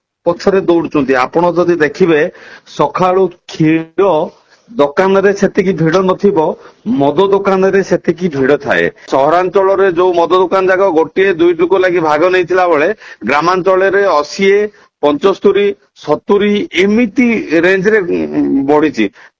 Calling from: Rayagada, Odisha, India; ମୁଁ ରାୟଗଡ଼ାରୁ କହୁଥିଲି।

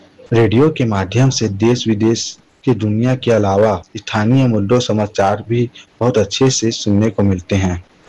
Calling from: Raigarh, Chhattisgarh, India; हम रायगढ़ छत्तीसगढ़ के निवासी हैं।

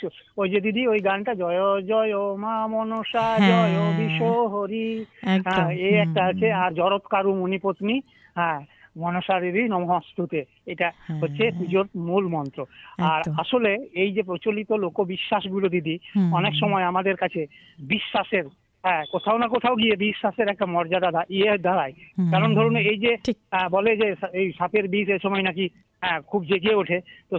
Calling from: Dubrajpur, West Bengal, India; আমি বীরভূম জেলার দুবরাজপুর থেকে।

